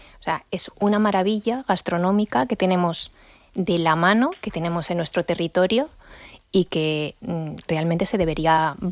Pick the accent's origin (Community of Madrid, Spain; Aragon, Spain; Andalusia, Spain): Aragon, Spain; Alcañiz; yo soy de Alcañiz, muy cerquita de Oliete.